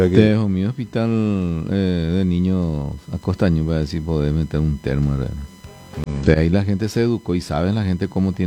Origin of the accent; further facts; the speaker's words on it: Paraguay; Sí, sí, somos los paraguayos.